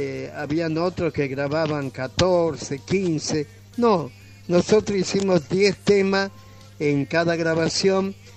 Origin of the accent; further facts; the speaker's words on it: Quimilí, Santiago del Estero, Argentina; now in Añatuya, Argentina; Yo soy oriundo de Quimilí, de aquí a 100 kilómetros de nuestra ciudad, de Añatuya. Y en el 74 llegué aquí y bueno, me quedé del todo a vivir, que me casé